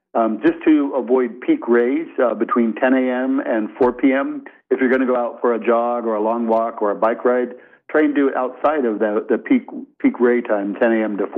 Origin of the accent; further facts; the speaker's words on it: Florida, United States; I as a child, I didn't practice sun safety. I grew up in Florida.